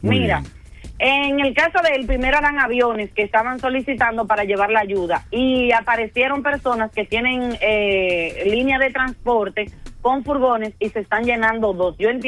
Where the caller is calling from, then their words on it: Dominican Republic; brillamos todos los dominicanos